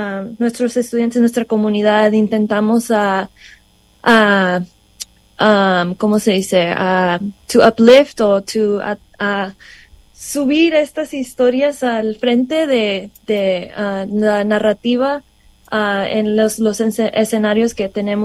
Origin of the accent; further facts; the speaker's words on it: Central Valley, California, United States; creciendo aquí en el Valle, yo crecí en los programas de mariachi de mi papá en las escuelas